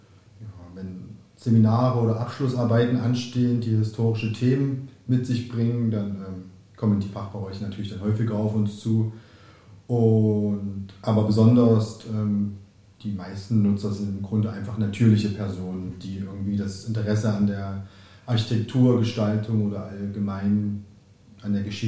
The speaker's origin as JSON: {"language": "German", "town": "Weimar", "region": "Thuringia", "country": "Germany", "tie": "born or raised there", "said": "ich bin direkt gebürtig aus Weimar"}